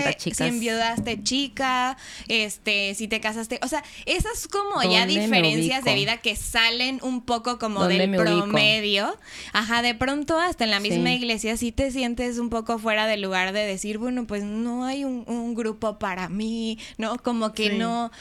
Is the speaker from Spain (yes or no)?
no; Mexico City, Mexico; moved away as an adult; now in Mérida, Mexico; yo toda mi infancia, cuando crecí en Ciudad de México, yo fui hija de padres divorciados